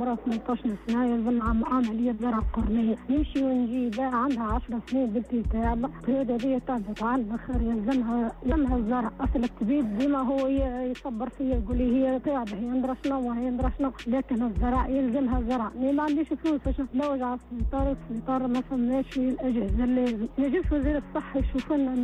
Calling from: Nabeul Governorate, Tunisia; أنا مواطنة من نابلس

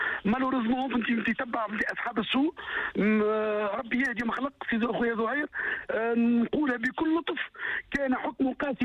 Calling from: France; تحيه من الاعماق من فرنسا بالتحديد

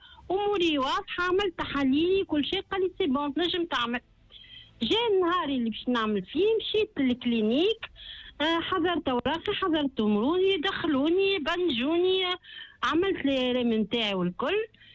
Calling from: Tunisia; أنا مواطنة تونسية

